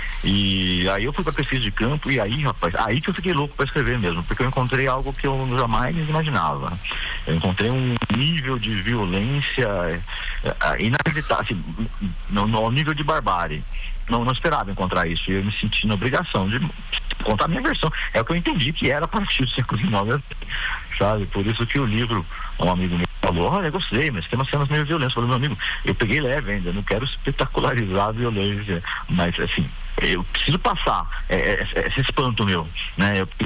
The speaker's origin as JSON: {"language": "Portuguese", "town": "Lorena", "region": "São Paulo", "country": "Brazil", "said": "eu sou de Lorena, na perto de Aparecida, aqui em São Paulo mesmo, né? Pertinho de Paraty, 1h30 de Paraty."}